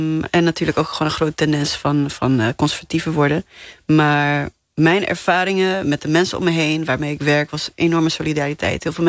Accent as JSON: {"language": "Dutch", "country": "Namibia", "tie": "born or raised there", "moved": "yes", "lives_now": "Netherlands", "said": "En ik denk dat de drive gewoon echt komt omdat ik uit Namibië kom, waar we tot 1990 in het apartheidsysteem hebben geleefd. Dus ik ben ook opgegroeid in het idee in het gedachtegoed van, hoe vechten we tegen onrecht?"}